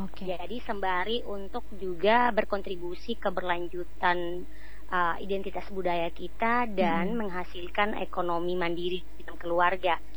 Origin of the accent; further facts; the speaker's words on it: East Nusa Tenggara, Indonesia; Kebetulan saya asli anak Lamboya di Sumba Barat.